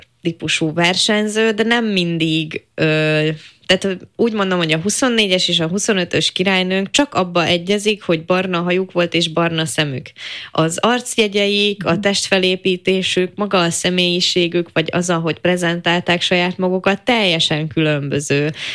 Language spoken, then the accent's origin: Hungarian; Felvidék, Slovakia; first language Hungarian